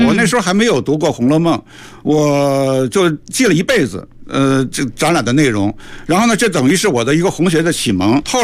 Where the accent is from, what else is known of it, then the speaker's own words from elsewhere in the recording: Beijing, China; 我是个老北京啊，我写这本书呢是在大概2019年开始的。我写这个书的时候已经大概69岁了